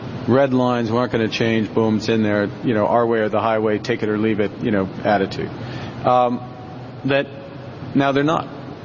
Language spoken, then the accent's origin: English; Alberta, Canada; Where I grew up in Alberta, those are subcompacts.